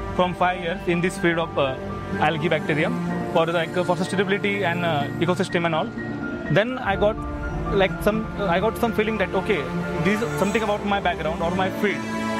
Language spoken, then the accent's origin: Hindi; Beed, Maharashtra, India; I am from basically from Beed Maha